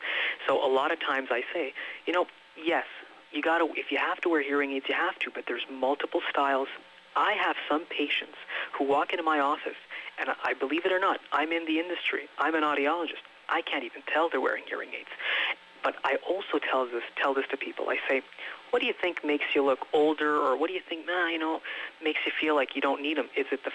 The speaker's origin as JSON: {"language": "English", "town": "Châteauguay", "region": "Quebec", "country": "Canada", "moved": "as an adult", "lives_now": "Cornwall, Canada", "said": "I'm actually from Quebec near Chateauguay, right next to Ganawage."}